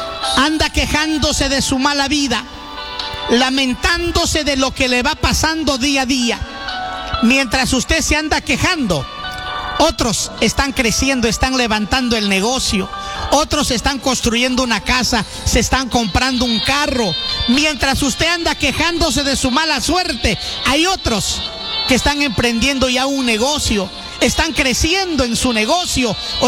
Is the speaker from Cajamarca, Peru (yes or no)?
no; Chiclayo, Lambayeque, Peru; Trabajo en Chiclayo, yo soy maestro chiclayano, soy maestro norteño, yo trabajo en el norte.